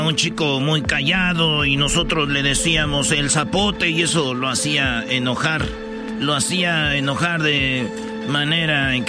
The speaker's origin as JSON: {"language": "Spanish", "country": "Mexico", "lives_now": "United States", "said": "como decimos aquí, los que llegamos de México, nos hacemos como pochos"}